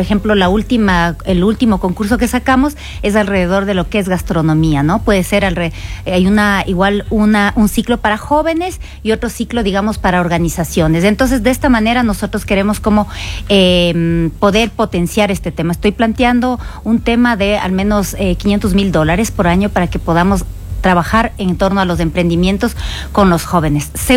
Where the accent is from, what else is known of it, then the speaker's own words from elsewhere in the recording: Imbabura, Ecuador; yo soy imbabureña